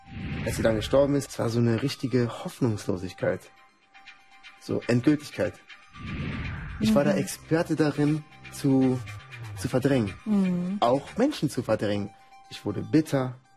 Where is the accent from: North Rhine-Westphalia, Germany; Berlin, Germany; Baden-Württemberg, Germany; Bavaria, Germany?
Bavaria, Germany; Dachau; born there; also born or lived in Bogotá, Colombia; ich bin in Dachau geboren, das ist in München, da die Ecke. Und dann war ich die ersten 7,5 Jahre meines Lebens in Bogota, haben wir gelebt.